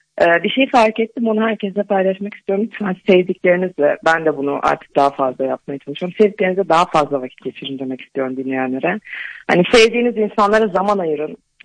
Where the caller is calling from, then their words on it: Düzce, Turkey; Düzce'den arıyorum.